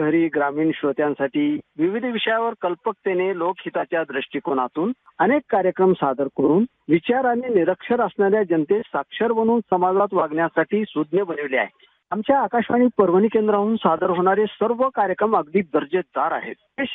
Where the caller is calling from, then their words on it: Walsangi, Maharashtra, India; राहणार वळसंगी, तालुका अहमदपूर, जिल्हा लातूर।